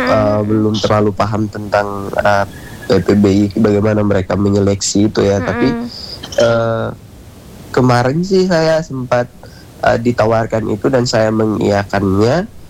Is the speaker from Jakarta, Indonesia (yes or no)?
no; Raijua Island, East Nusa Tenggara, Indonesia; Saya lahir dan besar di Pulau Rejua, sebuah pulau kecil yang kaya akan budaya dan nilai-nilai kehidupan. Sejak kecil saya hidup berdampingan dengan adat, tradisi, dan kearifan lokal.